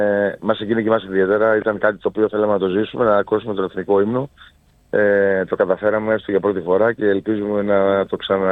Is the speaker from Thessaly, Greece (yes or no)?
yes; Volos, Thessaly, Greece; Προσπαθώ και εγώ κάθε φορά να το πρωτοφωνάξω ότι είμαι Βολιώτης